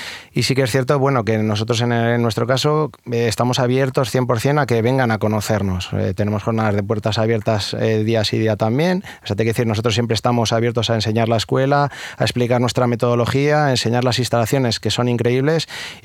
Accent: Palencia, Castile and León, Spain; Yo soy de Palencia, pues gente de Palencia puede venir en tren, en autobús sin problema

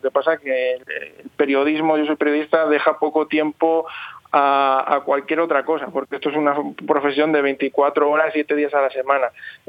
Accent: Valladolid, Castile and León, Spain; moved away; Yo no vivo en Valladolid, pero es volver a casa con mis familiares, con mis amigos, en Noletum, que es la librería donde yo he crecido, donde he ido siempre desde que era pequeño.

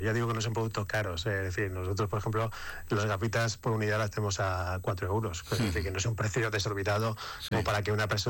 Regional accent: Spain; porque somos españoles

